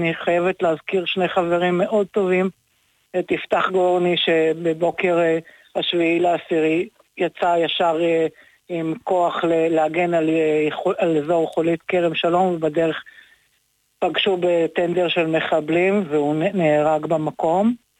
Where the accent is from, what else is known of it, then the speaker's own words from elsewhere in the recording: Tze'elim, Southern District, Israel; נכון שהקיבוץ צאלים אינו נמצא בעוטף, הוא 13 קילומטר מרצועת עזה, אבל אני שגדלתי פה